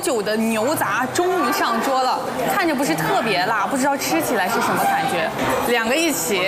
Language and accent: Chinese; Chongqing, China; 作为一个重庆人啊，